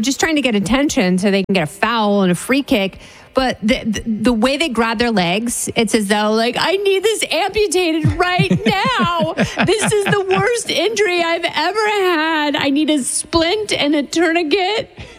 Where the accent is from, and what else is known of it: Oregon, United States